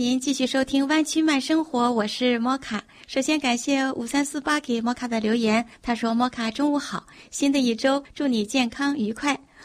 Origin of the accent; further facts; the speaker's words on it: Dalian, Liaoning, China; 因为我的老家是在大连，它从纬度上看青森跟大连的纬度很接近，这个地方冬天比较冷